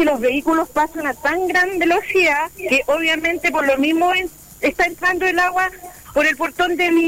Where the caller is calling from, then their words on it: Coronel, Biobío, Chile; De acá del sector de Cruz Mora, Villamora, Coronel